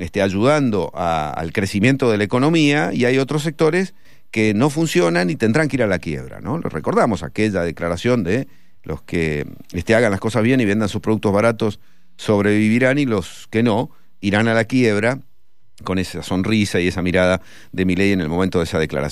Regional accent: San Luis, Argentina; moved away; Mira, en San Luis, de donde vengo y conozco un poco más

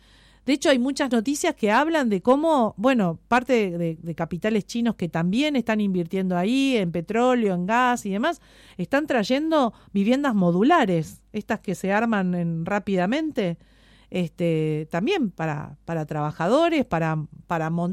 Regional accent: Tierra del Fuego, Argentina; vengo de Tierra del Fuego, donde la realidad es otra

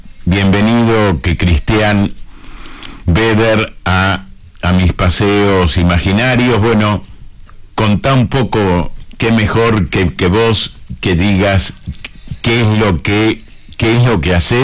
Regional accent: Argentina; llamé a la embajada de Brasil como argentino

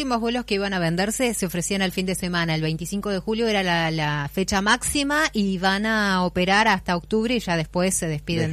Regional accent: El Bolsón, Río Negro, Argentina; del Bolsón.

